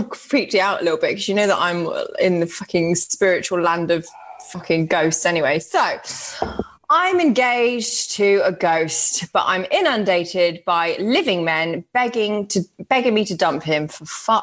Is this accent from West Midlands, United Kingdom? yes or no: yes; Birmingham, West Midlands, United Kingdom; maybe I'm just going to, I'm from Birmingham